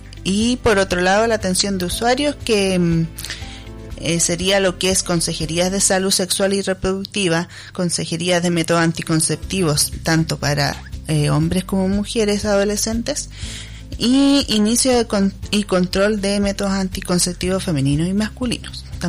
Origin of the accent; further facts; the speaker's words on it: Santiago, Santiago Metropolitan Region, Chile; moved away as an adult; now in Cochamó, Chile; De Santiago. Estudié en la Universidad Mayor, en Huechuraba. Nací y criada en Santiago y de ahí vine a vivir para acá. Pero tengo raíces acá porque mi mamá es de acá. Toda la familia materna.